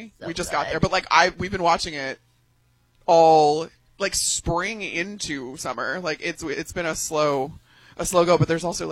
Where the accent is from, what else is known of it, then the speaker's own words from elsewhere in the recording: Chicago, Illinois, United States; I am a Midwesterner. I am from Chicago.